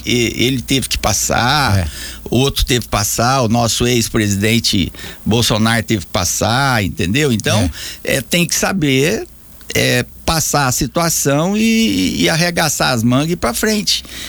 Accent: Goiânia, Goiás, Brazil; born there

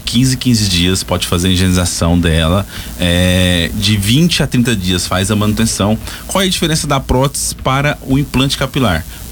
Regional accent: Uberlândia, Minas Gerais, Brazil; moved away as an adult; also born or lived in Santa Helena de Goiás, Goiás; Eu sou do interior do Goiás, Santa Helena de Goiás, mas fui criado até os 19 anos em Uberlândia, Minas Gerais, no Triângulo Mineiro. Cidade pequena, seus 100 mil habitantes ali. E cresci, aprendi na área da beleza e estamos aí, com 29 anos, casado

